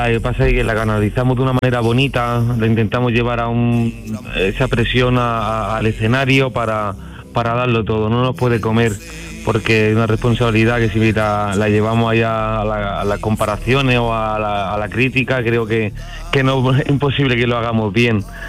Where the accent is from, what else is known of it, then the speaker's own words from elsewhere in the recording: Granada, Andalusia, Spain; Generalife en Granada, mi tierra